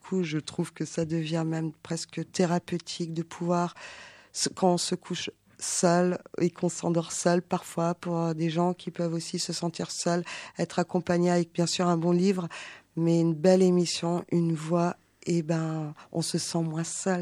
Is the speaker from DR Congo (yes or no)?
no; Colmar, Grand Est, France; Quand j'étais, pardon, enfant, à la maison, chez mes parents. Je viens de Colmar.